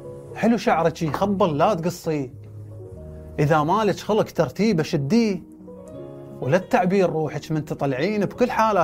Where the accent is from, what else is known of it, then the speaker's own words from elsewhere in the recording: Kirkuk, Kirkuk Governorate, Iraq; كل شعراء كركوك، كل شعراء مدينتي